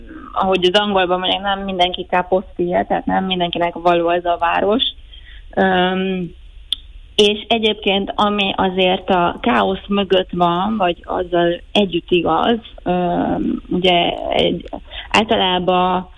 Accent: Budapest, Hungary; moved away as an adult; now in Naples, Italy; Nagyon szeretek egyébként itt élni, de azért azt hozzá kell tennem, hogy én Budapesten nőttem fel

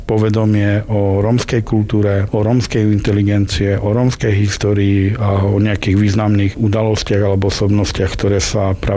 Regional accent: Prešov, Prešov Region, Slovakia; first language Romani; Slovak is a second language; My tým, že sme romskou prešovskou rodinou, tak ja som vyrástal v romskej rodine, kde sa od mala komunikovalo, alebo respektíve som počúval romčinu. Ja do svojho vstupu do materskej škôlky, ja som napríklad nevedel rozprávať po slovensky.

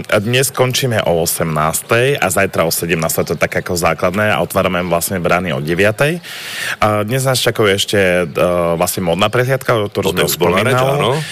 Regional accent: Krakovany, Trnava Region, Slovakia

